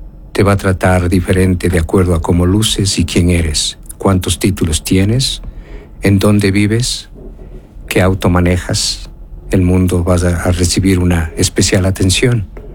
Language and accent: Spanish; Quito, Pichincha, Ecuador; also born or lived in Cuenca, Ecuador; now in United States; Yo nací aquí en Cuenca, pero cuando tuve un año de haber nacido, me llevaron a Quito a vivir en la capital.